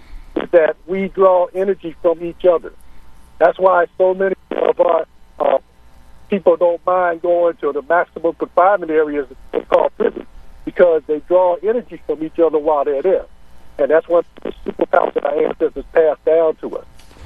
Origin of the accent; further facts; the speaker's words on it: East St. Louis, Illinois, United States; moved away as an adult; also born or lived in Philadelphia, Pennsylvania; now in Ghana; I was brought up in East St. Louis, in Little East Illinois, and right now, for decades, I've been the defense minister of East St. Louis Black Egyptian here in Little Egypt, Illinois.